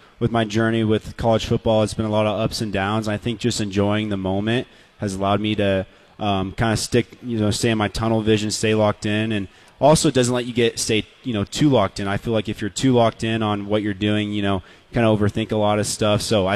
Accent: Lawrence, Kansas, United States; Yeah, so I grew up in Lawrence, Kansas. I'm a big Kansas basketball fan. So, yeah, I grew up in Lawrence.

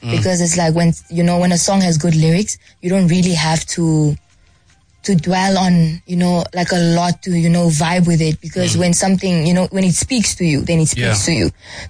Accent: Namibia; now in Johannesburg, South Africa; It's like I'm coming from Namibia, from this place where we are only a population of 2.9 to 3 million. And then now I'm coming to Joburg where like there's a wide audience

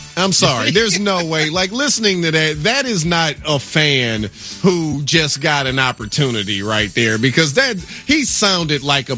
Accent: Midwest, United States; And I'm from Big Ten country

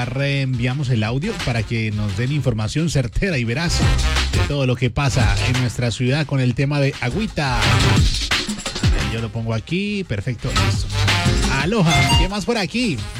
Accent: Cali, Valle del Cauca, Colombia; como somos nosotros los caleños, los colombianos

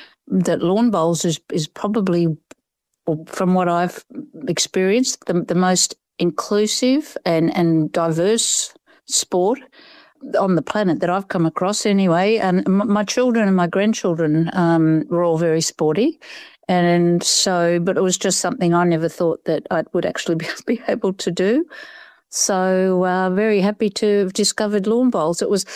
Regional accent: Papua New Guinea; I grew up in New Guinea. I was born and brought up in New Guinea.

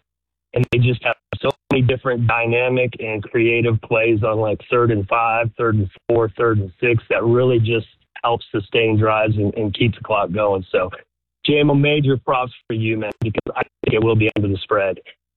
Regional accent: New Mexico, United States; also born or lived in Kansas; I grew up there, so I'm a New Mexico fan. I was born in Kansas

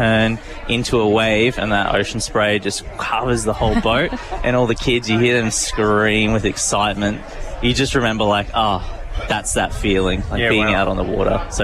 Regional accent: Cairns, Queensland, Australia; Growing up in Cairns, there was a Navy base right there.

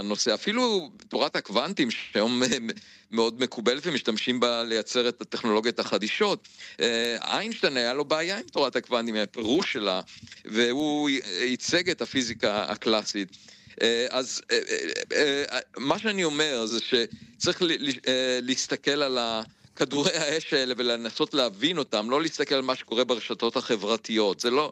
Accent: Beit Hanan, Central District, Israel; דרך אגב, אני נולדתי במושב בית חנן, וגדלתי בצד הטבע.

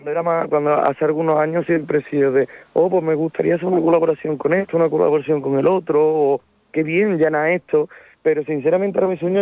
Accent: Córdoba, Andalusia, Spain; Que suena raro porque los cordobeses siempre vamos a Málaga, yo de chico siempre estoy en Málaga, en Pedirola, en Torremolinos. Es como un pueblo más de Córdoba

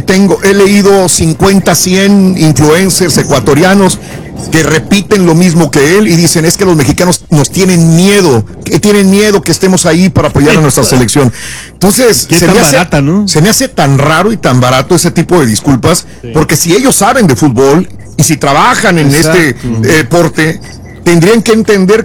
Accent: Mexico; Yo soy mexicano, quiero apoyar a México y yo no puedo ir.

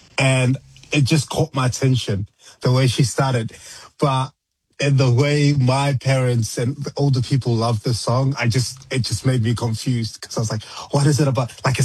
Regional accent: South Africa; it's actually quite surprising, because when I was growing up in South Africa, I used to listen

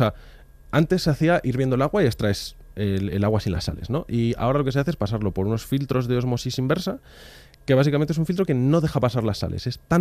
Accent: Madrid, Community of Madrid, Spain; el canal de Isabel II, que como madrileño defiendo aquí a muerte

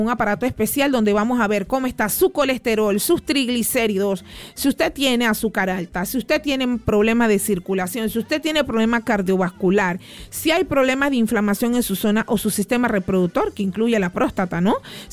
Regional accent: Panama; Soy panameña

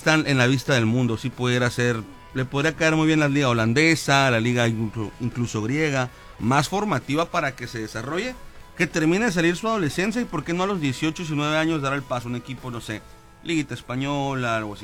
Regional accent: Mexico; nosotros como mexicanos y malinchistas

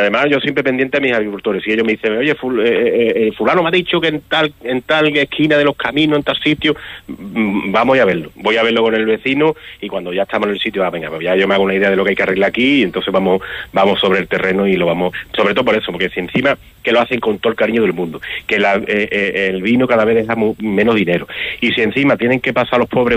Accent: Villarrasa, Andalusia, Spain

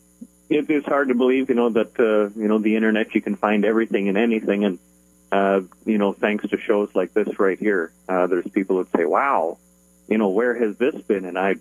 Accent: Canada; moved away; I'm originally from Canada

